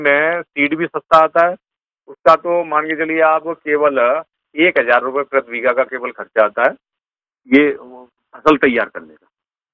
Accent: Firozabad, Uttar Pradesh, India; गांव कीठौर फिरोजाबाद का रहने वाला हूँ।

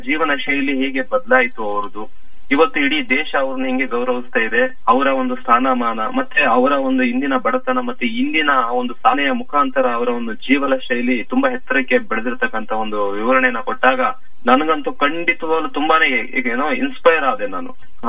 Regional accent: a small village in Hassan district, Karnataka, India; born there; ಅದರಲ್ಲೂ ಈ ತರ ಒಂದು ಹಾಸನ ಜಿಲ್ಲೆ ಒಂದು ಪುಟ್ಟ ಹಳ್ಳಿಯಿಂದ ಹುಟ್ಟಿದವರು ನಾವು

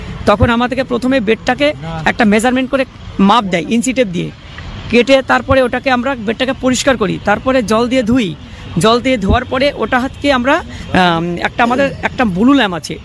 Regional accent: Siliguri, West Bengal, India; আমি শিলিগুড়ির থেকে এসেছি।

